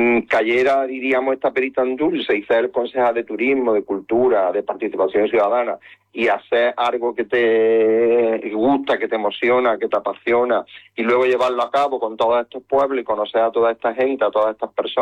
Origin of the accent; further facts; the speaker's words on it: Ochavillo del Río, Andalusia, Spain; now in Fuente Palmera, Spain; soy nativo de allí, aunque ahora vivo aquí en Fuente Palmera